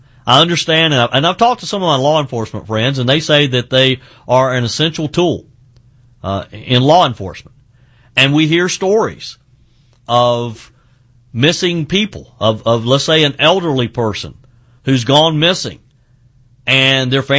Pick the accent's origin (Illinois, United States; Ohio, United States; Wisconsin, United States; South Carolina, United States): South Carolina, United States; in my home state of South Carolina